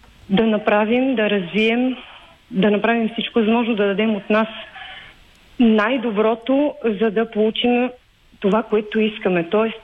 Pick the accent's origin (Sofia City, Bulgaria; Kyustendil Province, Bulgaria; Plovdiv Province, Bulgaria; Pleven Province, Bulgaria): Kyustendil Province, Bulgaria; Dupnitsa; moved away as an adult; Родом съм от Дупница, танцувала съм в читалище Сура, град Дупница